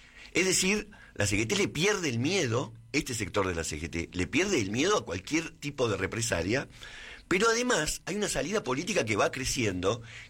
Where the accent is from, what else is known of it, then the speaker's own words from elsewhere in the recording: Argentina; lo que somos los argentinos